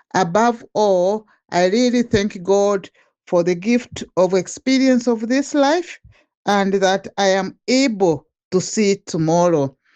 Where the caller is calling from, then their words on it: Edinburgh, Scotland, United Kingdom; I'm calling from Edinburgh.